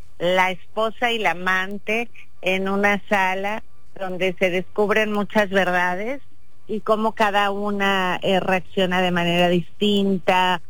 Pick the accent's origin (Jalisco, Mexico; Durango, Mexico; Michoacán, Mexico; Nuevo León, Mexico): Durango, Mexico; Igual que yo, que yo soy de Durango.